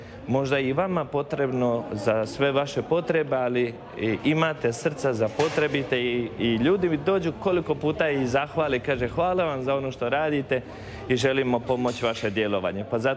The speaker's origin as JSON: {"language": "Croatian", "town": "Zavidovići", "region": "Federation of Bosnia and Herzegovina", "country": "Bosnia & Herzegovina", "tie": "born or raised there", "also_born_or_lived": "Bolivia", "said": "Franjevac Kapucin i rodom sam iz Župe Zavidović, svećenik već 17 godina. A u tih 17 godina, 10,5 godina misionar u Boliviji, sada sam došao u radni posjet Hrvatskoj i Bosni i Hercegovini."}